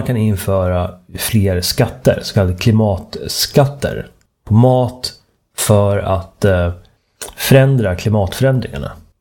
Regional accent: Uppsala, Uppsala County, Sweden; Sveriges lantbruksuniversitet, ärvördig institution i min hemstad Uppsala

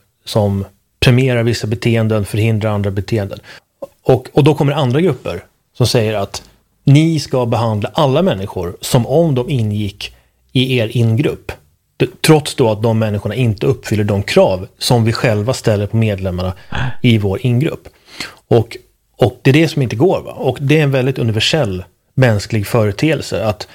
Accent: Sweden; jag är uppvuxen i, liksom i Sverige, en väldigt svensk kontext.

